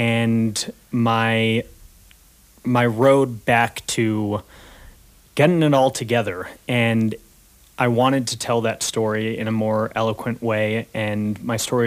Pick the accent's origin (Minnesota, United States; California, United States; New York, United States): California, United States; Lake Arrowhead; moved away as an adult; now in Colorado, United States; my hometown, Lake Arrowhead